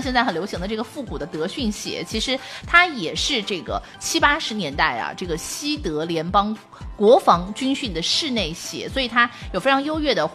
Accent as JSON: {"language": "Chinese", "region": "Jiangxi", "country": "China"}